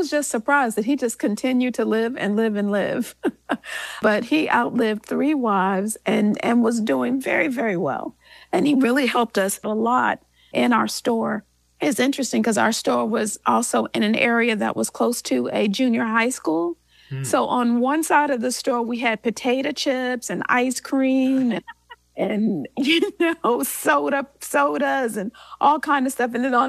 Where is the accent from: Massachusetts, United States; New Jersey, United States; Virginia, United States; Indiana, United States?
Indiana, United States; Gary; We grew up in Gary, Indiana, with just not in the best situation. We grew up poor